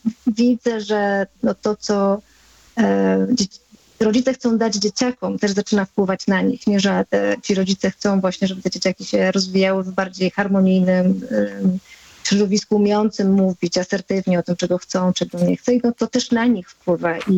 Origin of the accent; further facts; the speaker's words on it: Warsaw, Masovian Voivodeship, Poland; jestem z Warszawy i głównie pracuję właśnie na przykład ze szkołami tutaj warszawskimi.